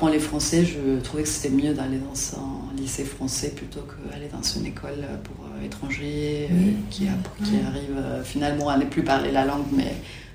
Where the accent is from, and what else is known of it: Ensenada, Baja California, Mexico; born or raised there; also born or lived in Mexico City